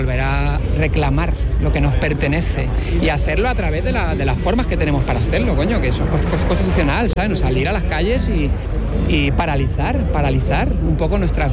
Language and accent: Spanish; Rivas-Vaciamadrid, Community of Madrid, Spain; Claro, yo soy de Rivas hace 40 años era un descampado.